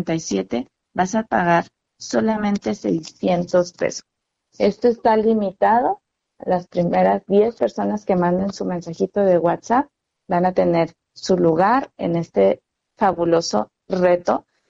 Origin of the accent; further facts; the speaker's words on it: Ciudad Juárez, Chihuahua, Mexico; nuestra sociedad juarense